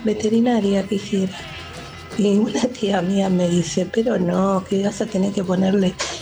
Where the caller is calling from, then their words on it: Parque Patricios, Buenos Aires, Argentina; de Parque Patricios.